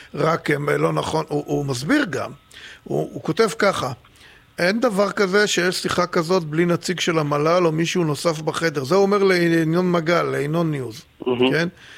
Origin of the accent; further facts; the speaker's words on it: Tel Aviv, Tel Aviv District, Israel; אני לא מכיר אפילו אחד כזה בתור תל אביבי.